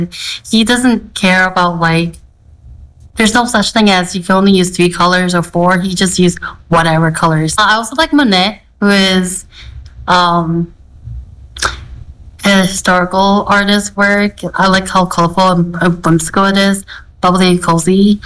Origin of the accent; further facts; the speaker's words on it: St. Paul, Minnesota, United States; Okay, I was born and raised in Minnesota. I was born in St. Paul. So I have grew up in Midway and Brocktown. It's like home to me.